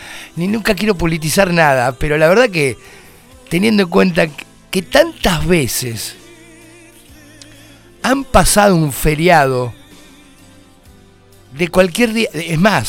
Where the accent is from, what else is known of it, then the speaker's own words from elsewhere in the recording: Argentina; ustedes saben cómo somos todos los argentinos. Los argentinos somos...